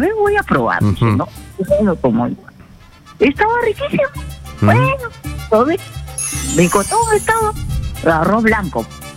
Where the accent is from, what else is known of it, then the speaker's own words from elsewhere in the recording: Peru; Preparo, como buena norteña, que son mis padres de Trujillo.